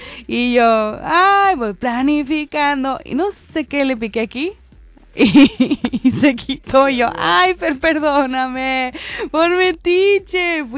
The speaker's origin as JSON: {"language": "Spanish", "town": "Guaymas", "region": "Sonora", "country": "Mexico", "tie": "born or raised there", "moved": "yes", "lives_now": "Ensenada, Mexico", "said": "yo recuerdo mi vida en mi amado y natal Guaymas, Sonora"}